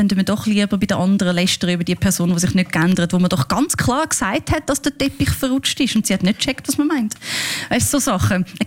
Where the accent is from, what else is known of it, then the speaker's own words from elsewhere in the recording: Switzerland; ich bin hier in der Schweiz aufgewachsen. Ich habe die Ansprüche, die man hat, wenn man in der Schweiz aufwächst.